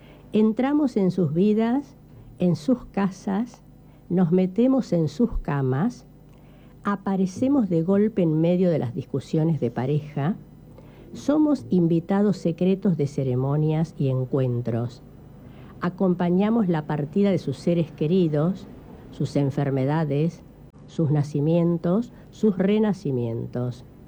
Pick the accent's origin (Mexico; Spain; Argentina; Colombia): Spain; Basque Country; No me hagan responder. Que soy vasca, no me hagan dar una respuesta.